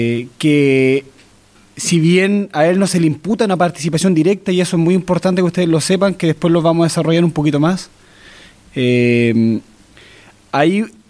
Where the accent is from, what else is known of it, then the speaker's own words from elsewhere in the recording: Chile; yo también soy parte del LOF-ROFUE, nacido y criado en el Lorro fue, y por tanto, al igual que mi Peñi, el Machi Fidel Trenamil, conozco la historia.